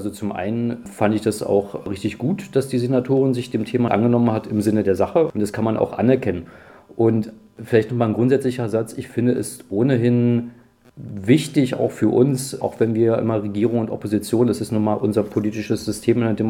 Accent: Berlin, Germany; also born or lived in Magdeburg; Ich bin 1986 geboren in Magdeburg und dann aufgewachsen in Berlin-Marzahn ab Anfang der 1990er Jahre

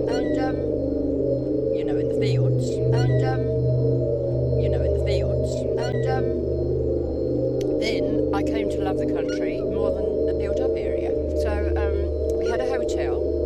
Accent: South East England, United Kingdom; also born or lived in London; Moved into Kent when I was six, just as Hitler was coming to power. Just as Hitler was coming to power.

